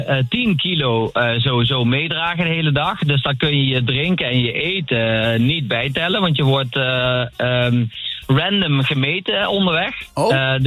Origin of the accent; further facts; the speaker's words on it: Wijchen, Gelderland, Netherlands; born there; Dus niet in Nijmegen zelf, maar in mijn geboorteplaats Wijchen.